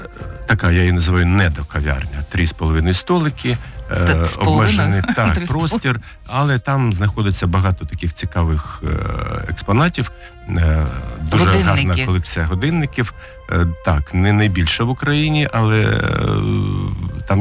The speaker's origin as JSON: {"language": "Ukrainian", "town": "Vinnytsia", "region": "Vinnytsia Oblast", "country": "Ukraine", "tie": "born or raised there", "said": "я взагалі корінний вінничанин, і, знаєте, є така ностальгія за старою Вінницею."}